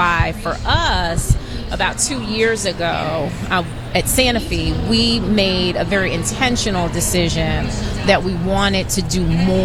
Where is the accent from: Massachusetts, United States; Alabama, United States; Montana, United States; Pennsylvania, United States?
Massachusetts, United States; Boston; I'm from Boston.